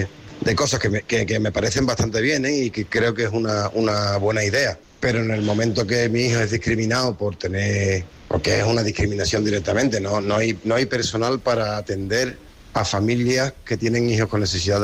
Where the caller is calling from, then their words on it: Seville, Andalusia, Spain; Soy un vecino de Pinomontano, padre de un hijo con necesidades especiales.